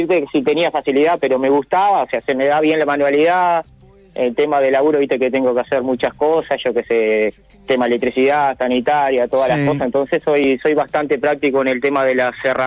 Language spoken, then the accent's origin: Spanish; San Carlos, Maldonado, Uruguay; now in José Ignacio, Uruguay; Soy de San Carlos de Maldonado, pero ahora por temas laborales, hace 4 años y medio que estamos en José Ignacio.